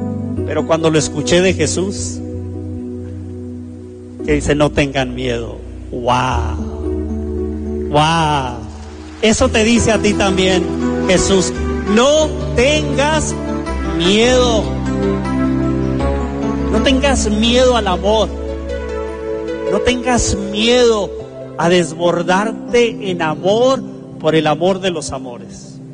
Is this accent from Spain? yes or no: no; Tijuana, Baja California, Mexico; yo de niño allá en Tijuana